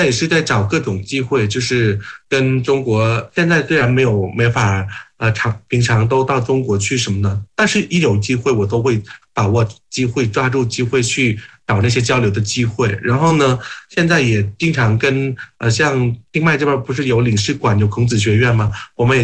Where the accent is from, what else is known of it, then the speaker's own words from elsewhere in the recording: Thailand; Chinese is a second language; now in Chiang Mai, Thailand; 像我们清迈这个城市，是一个旅游的城市，